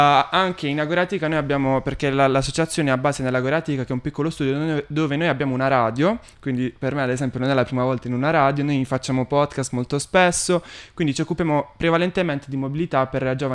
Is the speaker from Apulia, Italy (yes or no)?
yes; Altamura, Apulia, Italy; ho 21 anni e vengo da Altamura, che è una città in provincia di Bari